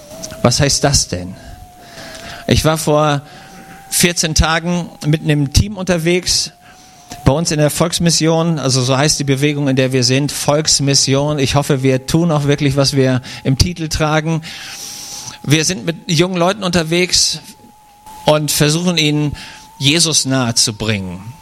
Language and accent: German; Weikersheim, Baden-Württemberg, Germany; Ich komme aus Weikersheim. Das ist, wenn man Richtung Würzburg denkt, Taubertal runterfährt